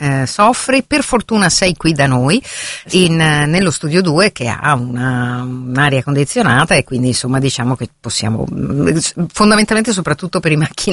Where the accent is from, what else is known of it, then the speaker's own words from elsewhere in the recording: Milan, Lombardy, Italy; che sono cresciuta qui, lo vedi dal colorito verdastro che è caratteristico di tutti quelli che hanno fatto l'infanzia a Milano